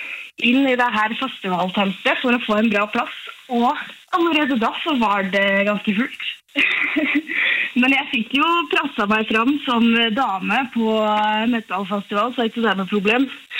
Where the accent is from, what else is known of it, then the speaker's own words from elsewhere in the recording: Innlandet, Norway; Og som hedmarking så kan du ikke, da du programforpliktet til å få med deg altså.